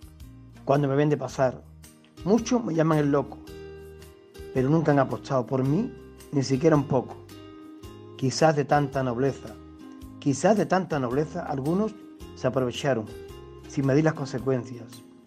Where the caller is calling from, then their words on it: San Roque, Andalusia, Spain; soy de San Roque